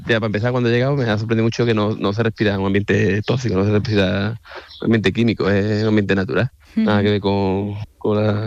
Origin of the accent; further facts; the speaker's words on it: Trebujena, Andalusia, Spain; Yo vengo de Trebujena, de Cádiz.